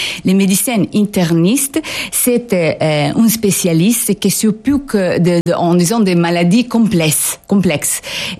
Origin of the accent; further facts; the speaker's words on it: Italy; French is a second language; moved away as an adult; also born or lived in United States; Oui, je suis italienne.